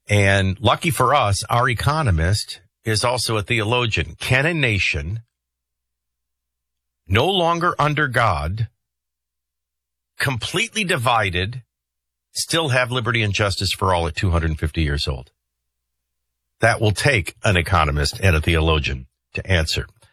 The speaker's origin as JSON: {"language": "English", "town": "Hopkinsville", "region": "Kentucky", "country": "United States", "tie": "born or raised there", "said": "I've traveled around my hometown of Hopkinsville, Christian County, Kentucky."}